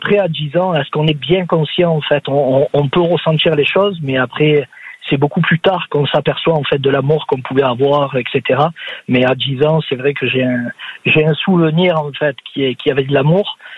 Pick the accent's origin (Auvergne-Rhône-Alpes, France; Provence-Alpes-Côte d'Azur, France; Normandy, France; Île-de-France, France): Provence-Alpes-Côte d'Azur, France; Marseille; Je suis né à Marseille et je suis né à Marseille. J'ai habité toute ma vie, quoi. Et oui, après ma Marseille dans mes gènes